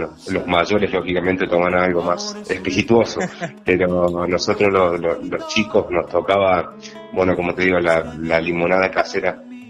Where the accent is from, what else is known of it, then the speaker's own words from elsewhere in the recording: Cosquín, Córdoba, Argentina; also born or lived in Villa Bustos / Santa María; nací en el Hospital Funes, que se encuentra aquí en la vecina localidad de Santa María, y me crié entre Villa Bustos y Cosquín, porque viví hasta los 10 años en Villa Bustos, pero venía al colegio aquí a Cosquín, a la casa de mis abuelos. Ajá. Así que soy bien coscoíno.